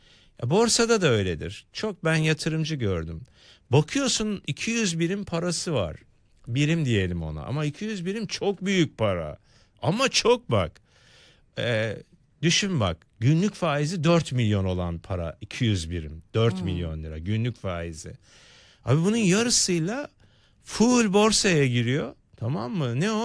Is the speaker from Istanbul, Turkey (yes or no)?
yes; Istanbul, Turkey; born there; Ben Zeytinburnu doğumluyum.